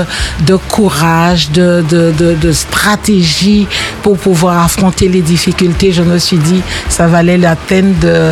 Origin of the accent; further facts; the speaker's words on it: Guadeloupe; je suis une Guadeloupéenne.